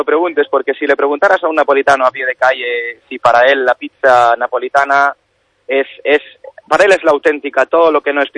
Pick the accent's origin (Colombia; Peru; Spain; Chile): Spain; Catalonia; also born or lived in Santiago de Compostela, Galicia; Yo soy de Santiago, de nacimiento, pero mis padres son gallegos también, emigraron a Cataluña. Entonces yo me crié en Cataluña, y lo típico de muchos inmigrantes gallegos que estábamos en el extranjero, en mi caso, pues yo todos los veranos y las navidades las pasaba en Galicia con mi familia.